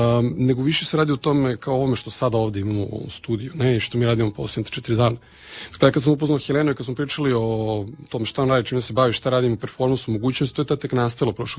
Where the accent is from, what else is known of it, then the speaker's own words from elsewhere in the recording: Novi Sad, Vojvodina, Serbia; born there; iako jesam rođen u Srbiji, neko koji pripadam, kao i sam rođen u Novom Sadu zapravo